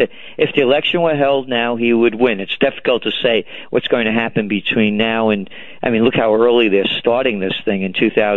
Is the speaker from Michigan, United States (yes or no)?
no; New York City, New York, United States; Well, I'm a New Yorker too